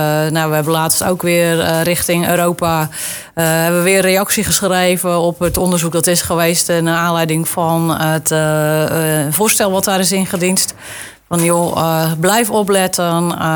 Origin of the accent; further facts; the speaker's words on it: Zeeland, Netherlands; moved away as an adult; now in Dordrecht, Netherlands; ik kom uit Zeeuws-Vlaanderen. Ik heb 23 jaar van mijn leven in de Westerschelde rondgebracht.